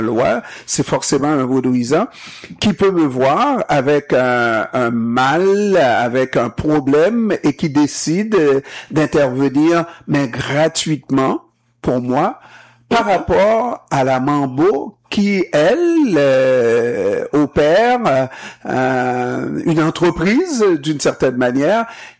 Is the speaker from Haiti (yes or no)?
yes; Haiti; Mais c'est ce que j'ai vu dans ma jeunesse en Haïti.